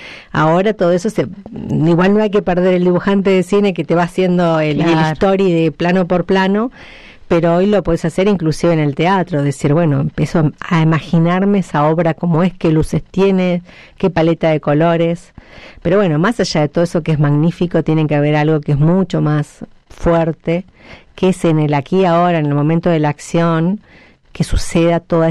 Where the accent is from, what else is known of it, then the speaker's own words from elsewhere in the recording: Cutral Có, Neuquén, Argentina; moved away; recordar mi infancia en los 80 en Cutralcó